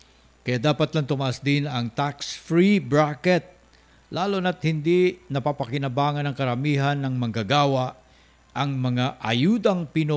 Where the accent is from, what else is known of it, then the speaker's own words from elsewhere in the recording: Calabarzon, Philippines; Taga Cavite po ako.